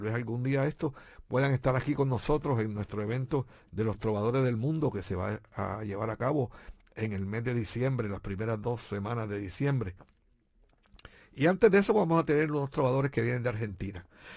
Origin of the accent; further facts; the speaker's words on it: Puerto Rico; de esa gente que no se hace de rogar, que está disponible, como somos nosotros los puertorriqueños.